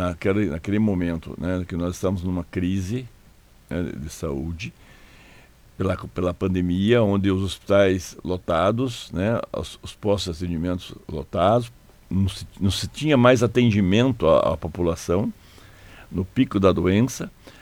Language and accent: Portuguese; Curitiba, Paraná, Brazil; moved away as an adult; now in Cascavel, Brazil; Sou de Curitiba. Veio de Curitiba. Formado, criado e de lá direto para Cascavel.